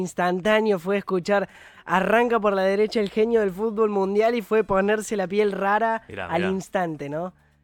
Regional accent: Argentina

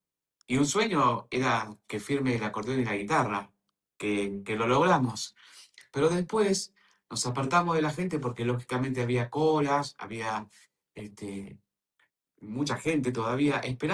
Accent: Argentina; fuimos como todo argentino

